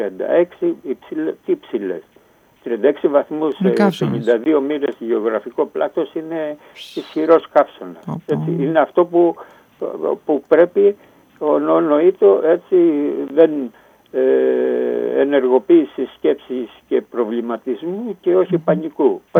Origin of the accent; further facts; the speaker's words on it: Greece; εμείς ως Έλληνες